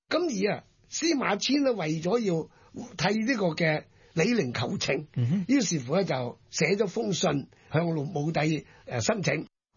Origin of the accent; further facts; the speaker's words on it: Guangdong, China; 咁啊，呢个字咧我哋广东人都成日讲嘅